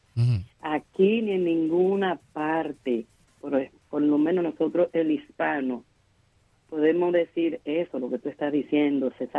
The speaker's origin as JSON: {"language": "Spanish", "country": "Dominican Republic", "tie": "born or raised there", "moved": "yes", "said": "nosotros en la República Dominicana, en una habitación, dormíamos uno encima del otro"}